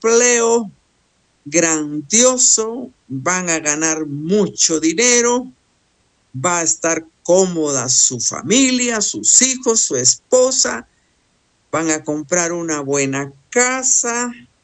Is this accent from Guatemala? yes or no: yes; Guatemala; de aquí de Guatemala, pues que yo soy guatemalteca.